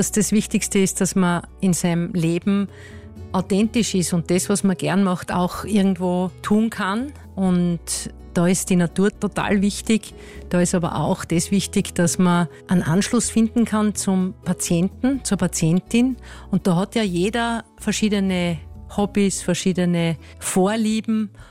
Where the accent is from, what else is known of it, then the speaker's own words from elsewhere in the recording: Styria, Austria; weil da im Enstal, wo ich aufgewachsen bin, die Fliegerei eine besondere Bedeutung hatte, das Segelfliegen eine Bedeutung hatte.